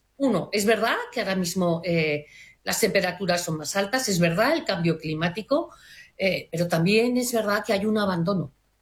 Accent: Spain

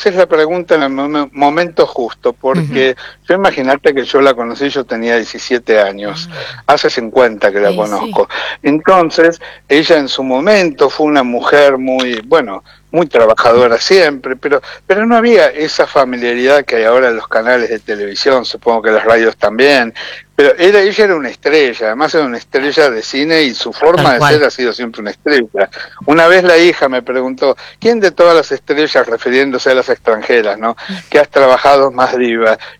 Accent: Buenos Aires, Argentina; de Argentina, de Buenos Aires, la ciudad que más teatro tiene en el mundo

